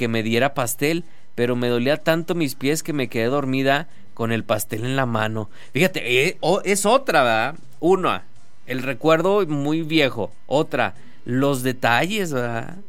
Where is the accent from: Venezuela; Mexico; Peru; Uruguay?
Mexico; Calera, Zacatecas; No soy de Toribio, soy de Calera.